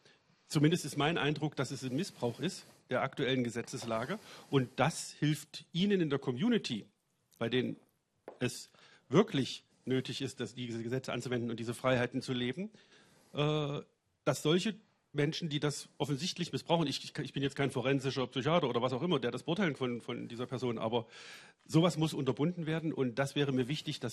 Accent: Germany; ich bin das aus meiner Jugend in der DDR gewöhnt, in der jungen Gemeinde

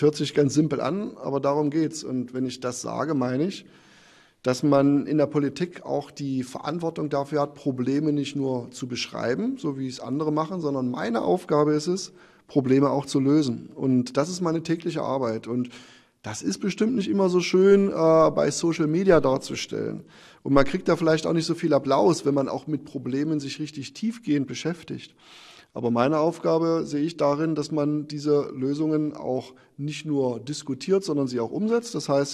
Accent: Quedlinburg, Saxony-Anhalt, Germany; born there; Ich liebe meine Heimat. Ich bin hier geboren, 1979 in Quedlinburg.

